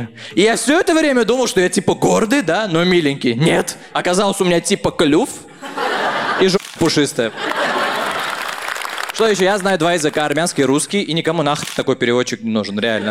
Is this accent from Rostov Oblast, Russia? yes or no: no; Tolyatti, Samara Oblast, Russia; now in Moscow, Russia; Я сам из Тольятти.